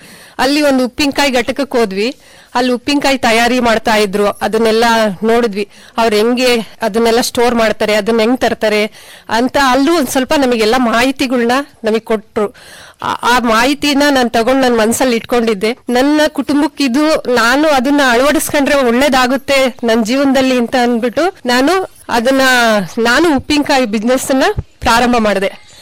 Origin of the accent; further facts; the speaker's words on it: Gonibeedu, Karnataka, India; ಭದ್ರಾವತಿ ತಾಲೂಕು ಗೋಣಿಬೀಡು ನಮ್ಮೂರು.